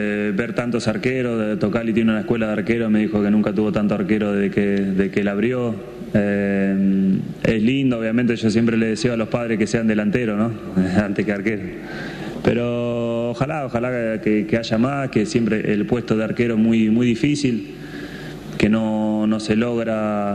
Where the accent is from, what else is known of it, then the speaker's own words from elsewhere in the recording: Argentina; quiero que nos recuerden como cualquier argentino, que somos trabajadores, que nunca nos damos por vencidos y que aunque las cosas nos cuesten siempre salimos adelante